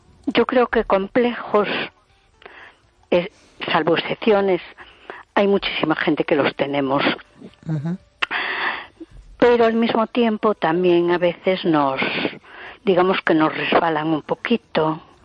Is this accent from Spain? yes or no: yes; A Coruña, Galicia, Spain